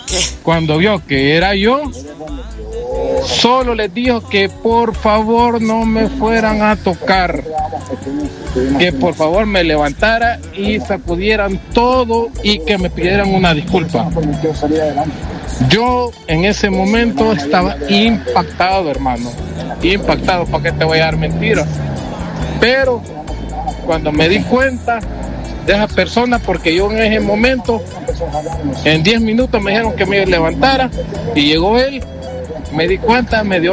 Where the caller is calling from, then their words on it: El Salvador; mi experiencia como todo salvadoreño